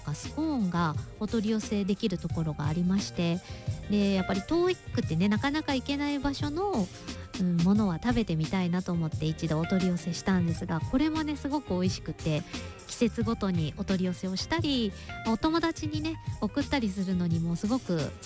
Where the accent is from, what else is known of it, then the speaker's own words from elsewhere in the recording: Kitakyushu, Fukuoka, Japan; あの我が北九州というね町はですね、私の地元なんですが